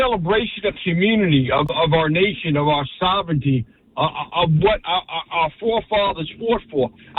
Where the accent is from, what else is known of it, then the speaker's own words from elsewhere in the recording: New Jersey, United States; moved away as an adult; I love my home state of New Jersey. I was active duty for 26 years. I moved back here. I came back to New Jersey after I retired.